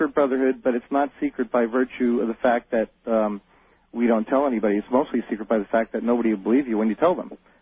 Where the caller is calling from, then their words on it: San Jose, California, United States; I'm calling from San Jose, California.